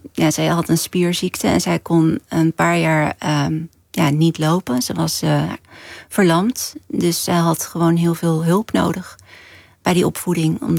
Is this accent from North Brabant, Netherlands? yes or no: yes; Vlijmen, North Brabant, Netherlands; Het geweldige dorp waar ik ben opgegroeid.